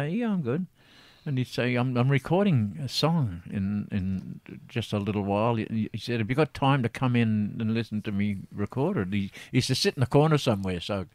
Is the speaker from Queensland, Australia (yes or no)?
no; La Perouse, New South Wales, Australia; But I love being back in my hometown of Laparis, the Bidjigal country.